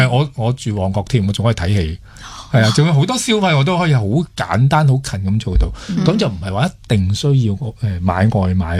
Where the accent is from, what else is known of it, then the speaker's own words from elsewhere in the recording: Hong Kong; 我覺得我哋個香港人有個習慣